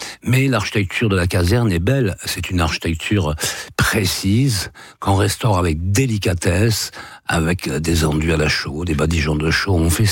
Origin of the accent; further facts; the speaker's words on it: Southern France, France; accent: southern; Vous voyez, j'ai un accent du Sud